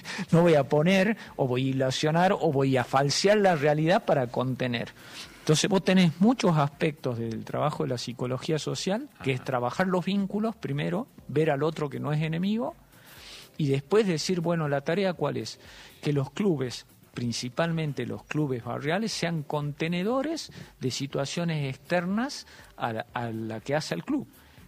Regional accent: Argentina; nos está pasando como argentinos.

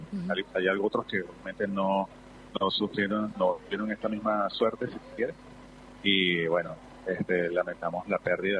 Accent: Caracas, Capital District, Venezuela; De verdad que soy de Caracas

